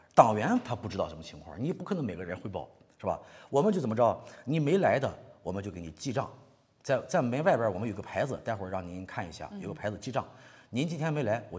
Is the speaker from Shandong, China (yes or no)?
yes; Shandong, China; 我们胶东这边炒花生吃，知道吧？